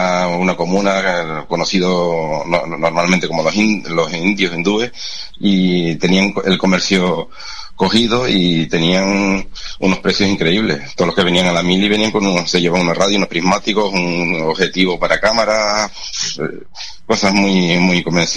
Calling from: Lanzarote, Canary Islands, Spain

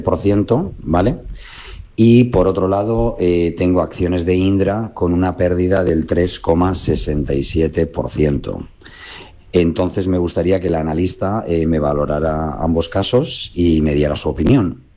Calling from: Valencia, Valencian Community, Spain; os llamo desde Valencia.

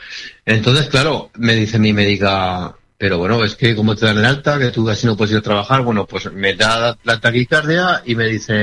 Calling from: Zaragoza, Aragon, Spain

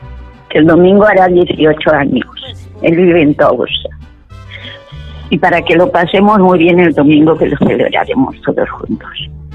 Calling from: Alberic, Valencian Community, Spain; de Alberic.

